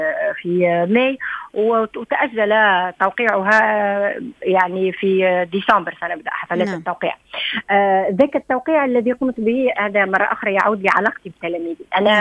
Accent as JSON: {"language": "Arabic", "country": "Tunisia"}